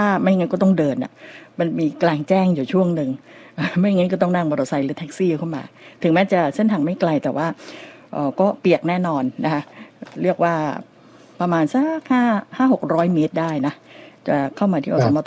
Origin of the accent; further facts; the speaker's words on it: Bangkok, Thailand; ก็สำหรับเราชาวกรุงเทพมหานครคนเดินดินกินข้าวแกงนี่น้อยนักที่จะไม่เคยนั่งรถเมล์หรือว่ารถขอสมกนะ